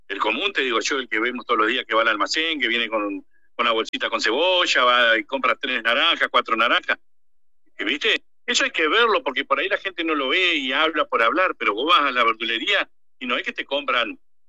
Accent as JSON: {"language": "Spanish", "country": "Argentina", "said": "yo soy argentino"}